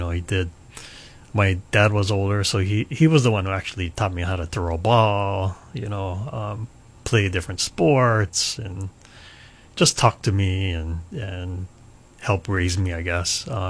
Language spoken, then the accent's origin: English; Hilo, Hawaii, United States; So I grew up actually on the Big Island, Hilo. I grew up in Hilo, born and raised there. I'm a graduate of Hilo High School.